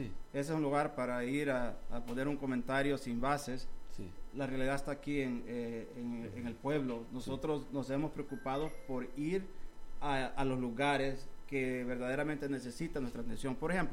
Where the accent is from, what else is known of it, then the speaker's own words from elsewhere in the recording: El Salvador; Somos los mismos salvadoreños en un lugar y en otro.